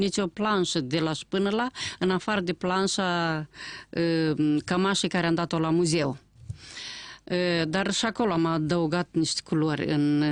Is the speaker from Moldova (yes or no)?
yes; Cahul, Cahul District, Moldova; born or raised there; moved away